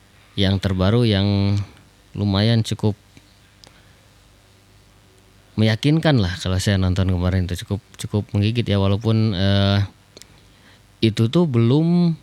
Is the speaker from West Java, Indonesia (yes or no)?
yes; Bandung, West Java, Indonesia; kita orang Bandung